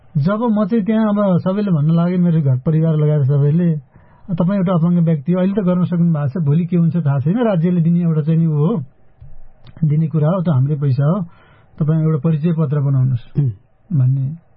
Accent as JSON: {"language": "Nepali", "area": "Gorkha", "region": "Gandaki Province", "country": "Nepal", "tie": "born there", "moved": "yes", "said": "गोर्खाको पालुन्डर भन्ने ठाउँमा भनौँ न मेरो जन्मथलो"}